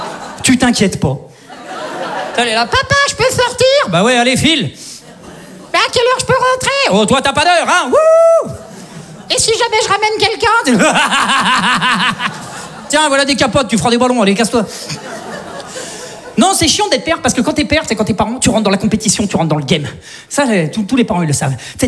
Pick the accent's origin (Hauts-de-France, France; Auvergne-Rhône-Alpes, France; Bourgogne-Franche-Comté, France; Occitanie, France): Auvergne-Rhône-Alpes, France; Saint-Étienne